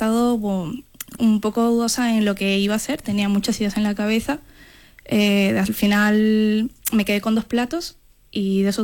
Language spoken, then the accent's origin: Spanish; Peru; now in Spain; Ya que vengo de Perú.